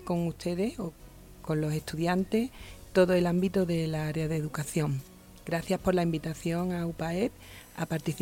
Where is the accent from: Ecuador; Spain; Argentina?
Spain; Seville, Andalusia; Vengo de España, en concreto de Sevilla, de la Universidad Fernando III CEU